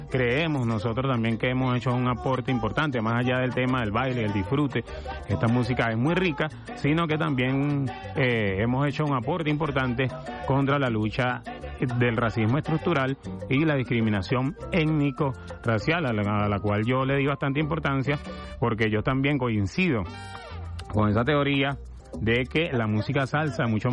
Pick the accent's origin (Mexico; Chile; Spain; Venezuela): Venezuela; nosotros también hicimos lo propio como venezolanos y venezolanas.